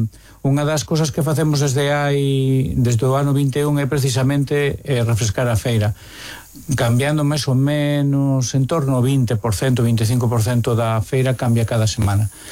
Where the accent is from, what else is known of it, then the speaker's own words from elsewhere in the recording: Santiago de Compostela, Galicia, Spain; eu son de Santiago e teño que comer fora